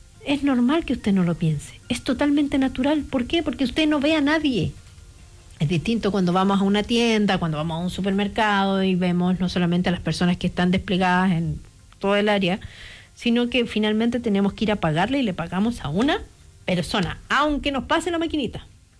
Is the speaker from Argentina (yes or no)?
no; Aysén, Chile; todos los que somos de Isen y compramos algo por internet sabemos que no va a llegar en los días que nos dice